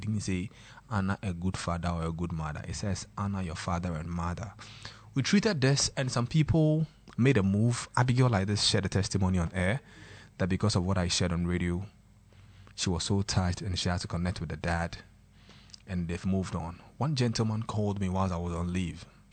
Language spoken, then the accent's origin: English; Santia Fijase, Ghana; Anytime I go to my hometown, Santia Fijase, that's my father's side, but my mother's side is at Antiachim.